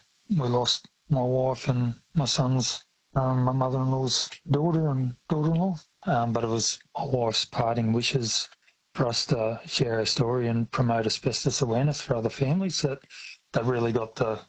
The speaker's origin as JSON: {"language": "English", "country": "Australia", "said": "Being an Aussie, that's always been keen to have a go doing whatever you can yourself."}